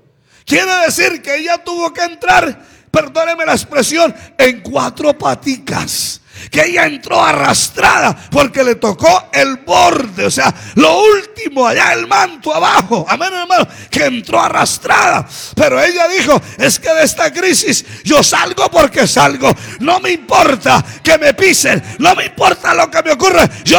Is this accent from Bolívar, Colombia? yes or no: no; Santander, Colombia; moved away; Yo no soy paisa, soy santandereano.